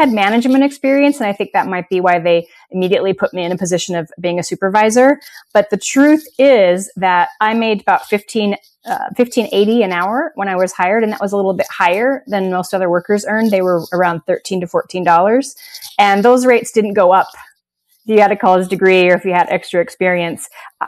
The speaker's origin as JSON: {"language": "English", "region": "Utah", "country": "United States", "tie": "born or raised there", "also_born_or_lived": "New York City", "said": "I moved back to my home state of Utah, got a job in a supermarket."}